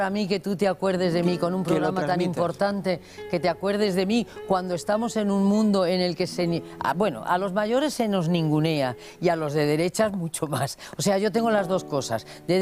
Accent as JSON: {"language": "Spanish", "town": "Madrid", "region": "Community of Madrid", "country": "Spain", "tie": "born or raised there", "said": "cuando me preguntan, ¿dónde nació usted? Digo, en Madrid, en la calle de La Paloma"}